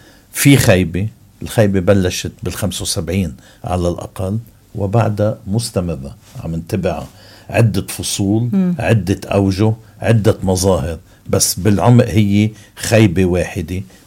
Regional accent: Lebanon; نحن كلبنانيين

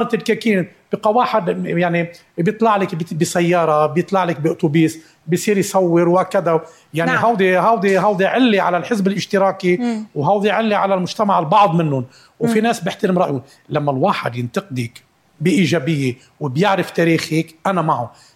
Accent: Lebanon; لا أنا انتمائي لبناني،

